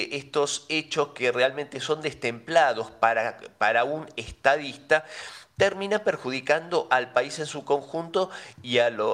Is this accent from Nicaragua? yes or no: no; Argentina